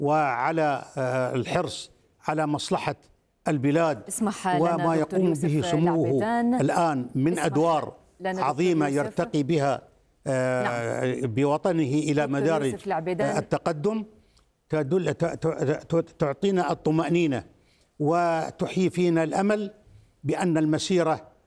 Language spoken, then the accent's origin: Arabic; Qatar; لا نقول هذا الكلام ولا نقوله كقطريين من باب المجاملة